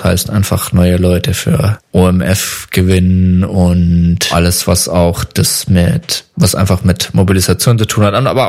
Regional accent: Baden-Württemberg, Germany; Genau, komme ursprünglich aus der Nähe von Pforzheim, da bin ich geboren und aufgewachsen

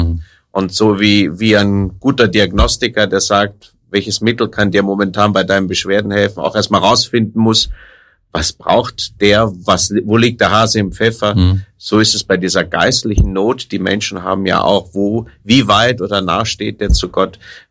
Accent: Rhineland, Germany; Ich bin ein Rheinländer, ja

